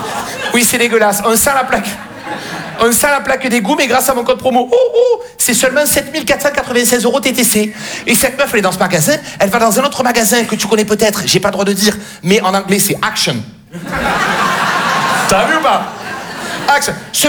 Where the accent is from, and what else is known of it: Marseille, Provence-Alpes-Côte d'Azur, France